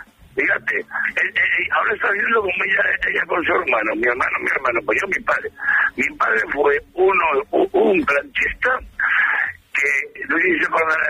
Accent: Spain; Eso no lo he comido más que en mi pueblo, en Mayur.

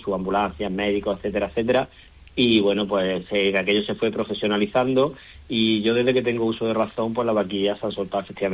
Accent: Alcaracejos, Andalusia, Spain

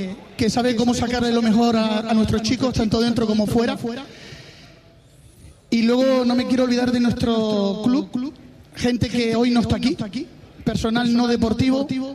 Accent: Tenerife, Canary Islands, Spain; somos canarios, somos tinerfeños

